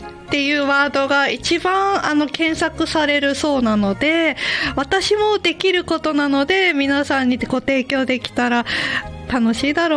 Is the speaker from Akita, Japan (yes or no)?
yes; Akita, Japan; moved away as an adult; 生まれも育ちも秋田の秋田美人です。